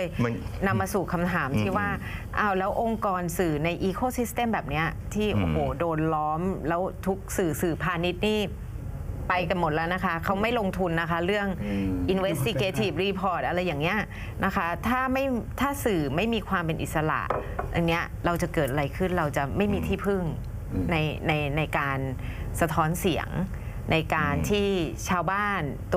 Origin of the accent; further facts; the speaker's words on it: Thailand; หนูมาจากต่างจังหวัด